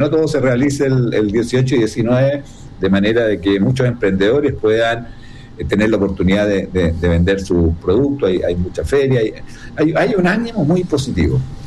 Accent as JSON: {"language": "Spanish", "country": "Chile", "tie": "born or raised there", "said": "Todos nos criamos viendo las imágenes en Plaza Italia, las diferentes celebraciones de nuestro país, cuando ganamos un partido de fútbol"}